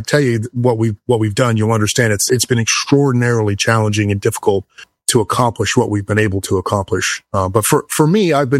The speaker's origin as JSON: {"language": "English", "town": "Gainesville", "region": "Florida", "country": "United States", "tie": "born or raised there", "moved": "as an adult", "said": "I grew up in Gainesville, Florida"}